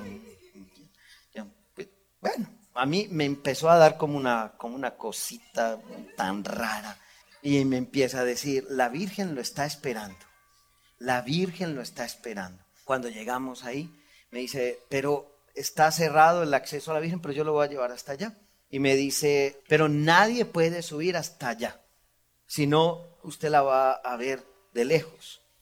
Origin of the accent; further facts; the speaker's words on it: Colombia; yo vengo de Colombia, los colombianos estamos locos, los carismáticos estamos...